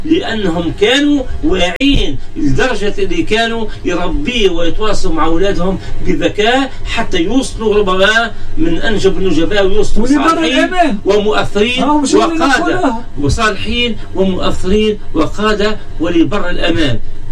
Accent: Tunisia; عندنا في تونس

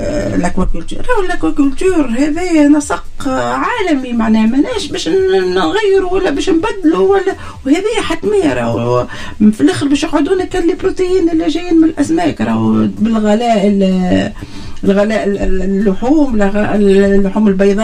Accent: Mahdia, Mahdia Governorate, Tunisia; أما كيف نتبنى أنا مشروع ولا نتبنى مدينتي، ما نقعدوش في الشعارات، هذاك هو. معناها المهدية قعدت في عزلة نوعا ما

